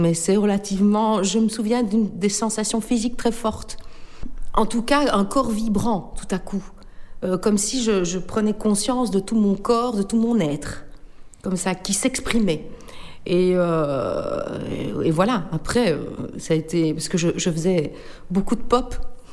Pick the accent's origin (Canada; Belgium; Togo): Belgium; Verviers, Wallonia; born there; Oui, tout à fait, je suis née à Verviers, oui.